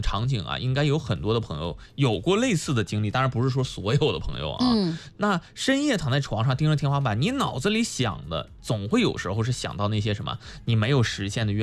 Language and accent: Chinese; Northeast China, China; 尤其是我们东北人